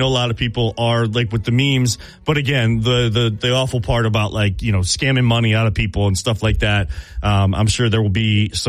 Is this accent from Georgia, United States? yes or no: no; Cleveland, Ohio, United States; I'm from Cleveland on Twitter, on X.